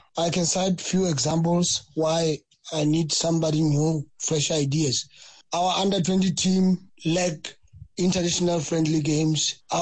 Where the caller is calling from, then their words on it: Garissa, Garissa County, Kenya; Thanks, Uda Rob. … from Garissa.